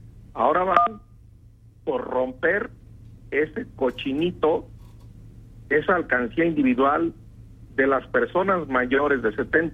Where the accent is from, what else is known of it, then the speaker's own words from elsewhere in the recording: Michoacán, Mexico; En mi tierra, acá en Michoacán